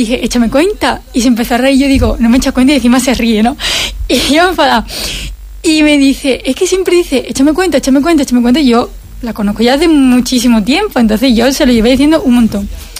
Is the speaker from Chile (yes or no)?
no; Lepe, Andalusia, Spain; moved away as an adult; now in Madrid, Spain; Yo soy de Lepe, soy de aquí de Huelva, pero yo hace 3 años me fui a estudiar a Madrid.